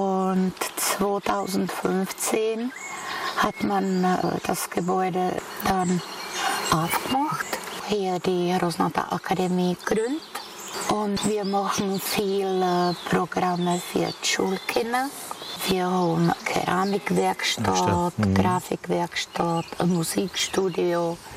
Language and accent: German; Aš, Karlovy Vary Region, Czechia; So bin ich in Asch geboren.